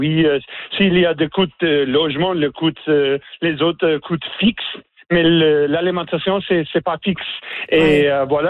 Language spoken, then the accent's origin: French; Newfoundland and Labrador, Canada; Par exemple, chez nous, en Terre-Neuve et Labrador, ça fait plus de problèmes cette année.